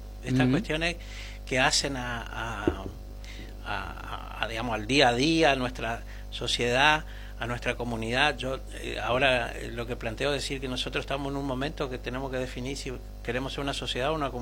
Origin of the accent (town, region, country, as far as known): Argentina